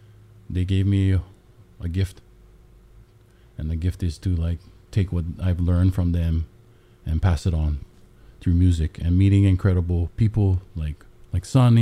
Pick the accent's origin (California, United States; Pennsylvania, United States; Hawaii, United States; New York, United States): Hawaii, United States; Hana; I'm from a beautiful place called Hana Maui, on the east side. And I had the privilege of growing up with some amazing kupuna